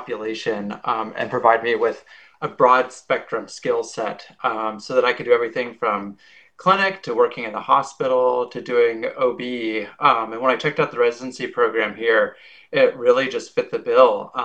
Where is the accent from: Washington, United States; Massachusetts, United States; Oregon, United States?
Oregon, United States; moved away as an adult; also born or lived in California; now in Idaho, United States; I'm originally from Oregon, went to medical school in California